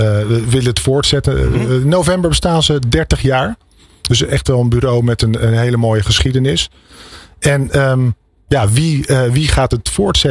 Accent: Amsterdam, North Holland, Netherlands; Ja, het is toch, wij komen uit Amsterdam.

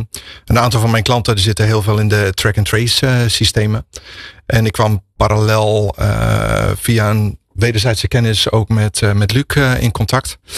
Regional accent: Groningen, Netherlands; now in Krimpen aan den IJssel, Netherlands; Geboren getogen Groninger.

